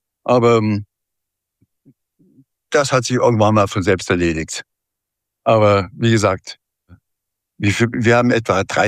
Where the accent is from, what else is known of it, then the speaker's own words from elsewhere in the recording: Bavaria, Germany; also born or lived in Munich; now in Wiesbaden, Germany; Ich bin ein Bayer und bleibe Bayer.